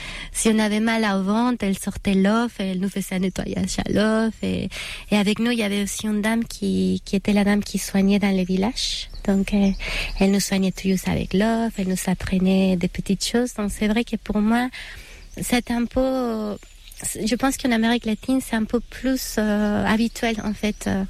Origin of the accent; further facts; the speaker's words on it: Mexico; French is a second language; moved away; also born or lived in Acolman, Mexico; je viens du Mexique, ma famille, on faisait moitié du temps à Mexico, qui c'est la ville, et on faisait moitié du temps dans un petit village qui est à côté des pyramides de Teotihuacan, qui s'appelle Acolman. Donc c'est un tout petit village qui a mélangé les traditions